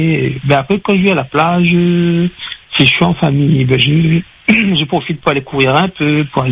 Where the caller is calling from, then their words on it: Saint-Denis, Réunion; Donc j'habite à Saint-Denis, 45 ans.